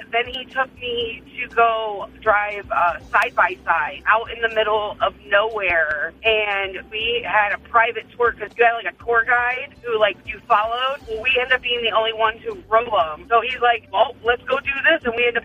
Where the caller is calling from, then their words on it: Florida, United States; I'm actually from Florida.